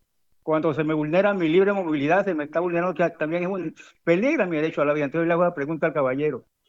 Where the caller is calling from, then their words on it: Colombia; Pero mi derecho como colombiano de mi libre movilidad